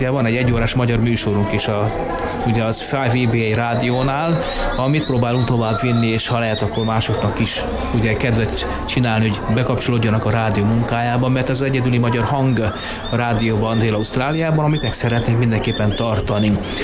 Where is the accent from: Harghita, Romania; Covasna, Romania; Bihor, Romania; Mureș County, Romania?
Mureș County, Romania; Bonyha; also born or lived in Marosvásárhely; Igen, hát ugye Marosvásárhely közelében, tehát az iskola, Marosvásárhelyen jártam többnyire, de Bonyháról származom, ami Marosvásárhely melletti községnek számít, 30 kilométerre van Marosvásárhelytől